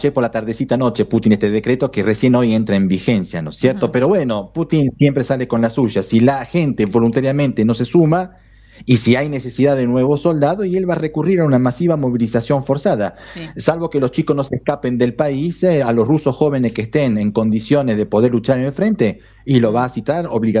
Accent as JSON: {"language": "Spanish", "country": "Argentina", "said": "nosotros que somos argentinos"}